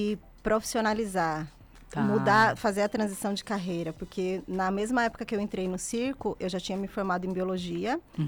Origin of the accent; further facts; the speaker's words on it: São Paulo, Brazil; born there; moved away as an adult; also born or lived in Salvador; Eu nasci em São Paulo e com 19 anos eu fui para Salvador.